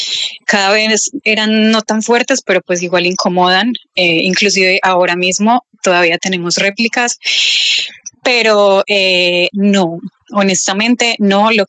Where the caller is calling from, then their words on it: Medellín, Antioquia, Colombia; Yo vivo en Medellín.